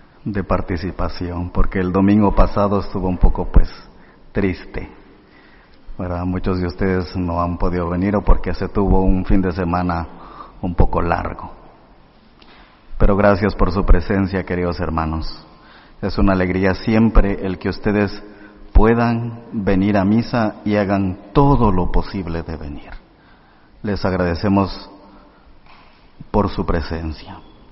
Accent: Guatemala; Yo soy de Guatemala y en la parroquia donde estoy sirviendo tenemos 110 monaguillos, una cantidad pues muy considerable para un pueblo de casi 60.000

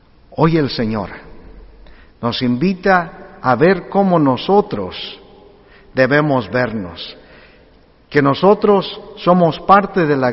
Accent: Ario de Rosales, Michoacán, Mexico; Yo, por ejemplo, soy de Ario de Rosales, de Michoacán, y es de ahí

